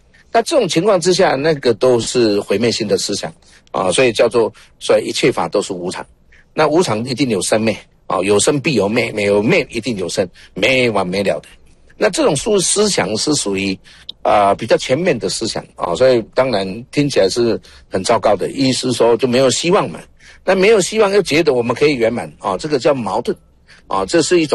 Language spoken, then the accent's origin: Chinese; Taiwan; 因为我是台湾人